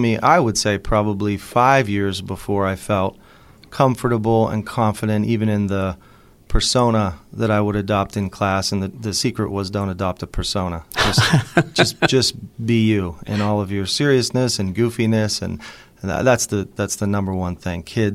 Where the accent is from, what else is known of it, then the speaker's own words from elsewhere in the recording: Mount Lebanon, Pennsylvania, United States; I grew up in Pittsburgh, more specifically Mount Lebanon, and still live there. Taught there for 24 years.